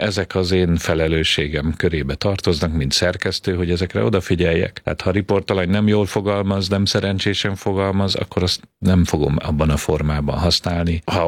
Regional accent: Budapest, Hungary; Én Budapesten születtem, igazából Zuglóban nevelkedtem fel egy lakótelepen, úgynevezett panelházban, átlagosnak nevezhető magyar családban, még csak értelmiségi családnak sem mondanám.

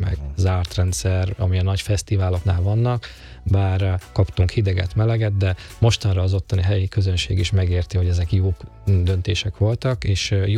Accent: Salgótarján, Nógrád, Hungary; now in Tata, Hungary; Salgótarjáni vagyok, aki Egerben szervezett fesztivált, aztán Budapestre került, és Tatán kötöttem ki

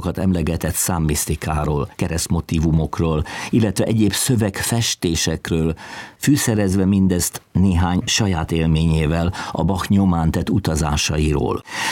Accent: Nyíregyháza, Szabolcs-Szatmár-Bereg, Hungary; born there; elzarándokoltam szülővárosom Nyíregyháza zeneiskolájába

